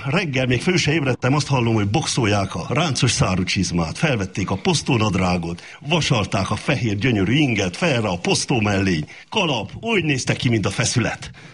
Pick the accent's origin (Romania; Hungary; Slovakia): Romania; Székely Land; Hát hölgyeim és uraim, az én szülőfalumban nem volt túlsúlyos ember. Az akkori öregek is szikárak voltak a sok munkától, az étkezéstől, a jó minőségű ételtől. De ami még furább számomra, hogy Székelyföldön nem létezett olyan, hogy fogyókúra